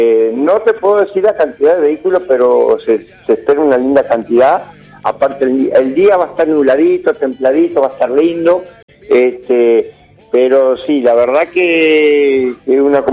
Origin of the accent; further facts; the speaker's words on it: Santa Fe, Argentina; La agrupación originalmente somos todos de Santa Fe, pero tenemos sede en Montevera.